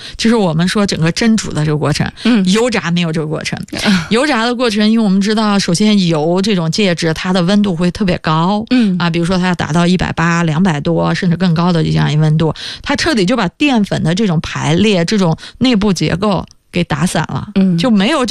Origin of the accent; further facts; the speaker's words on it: China; 他们这种思维方式和我们中国人思维方式不一样